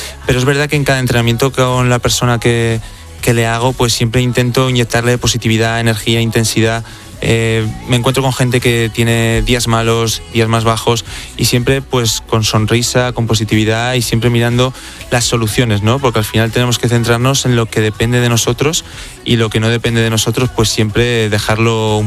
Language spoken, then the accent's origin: Spanish; Teruel, Aragon, Spain